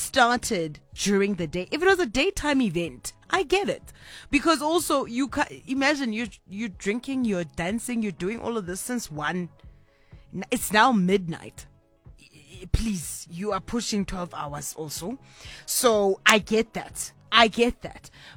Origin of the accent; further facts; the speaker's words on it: Kimberley, Northern Cape, South Africa; You know, December used to be that, in my hometown of Kimberley, it used to be like those Decembers where there was this one particular spot that would stay open literally till the sun comes out